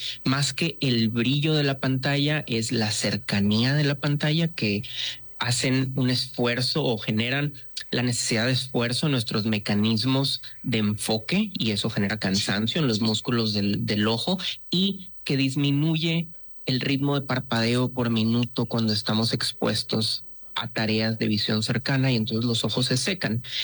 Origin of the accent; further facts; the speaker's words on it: Reynosa, Tamaulipas, Mexico; also born or lived in Monterrey; soy de Reynosa, Tamaulipas.